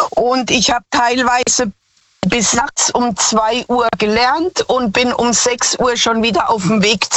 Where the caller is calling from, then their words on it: Zeiskam, Rhineland-Palatinate, Germany; Aus Zeiskamp, das ist bei Landau, Speyer, Germersheim.